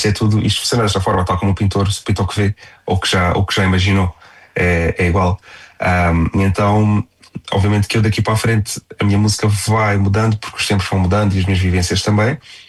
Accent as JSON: {"language": "Portuguese", "town": "Faro", "region": "Algarve", "country": "Portugal", "tie": "born or raised there", "said": "passei a minha infância no Algarve. É Faro."}